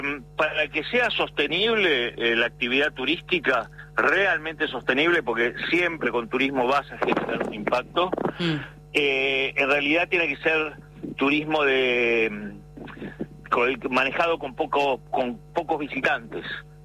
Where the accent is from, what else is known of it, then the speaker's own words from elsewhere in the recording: Bariloche, Río Negro, Argentina; moved away as an adult; also born or lived in Paraguay / Misiones, Argentina; now in Trevelin, Argentina; yo crecí criado en Bariloche. Tengo 67 años y a los 30 y pico me fui a Paraguay, prometiéndole a los patagónicos, a mis amigos, y que iba a volver.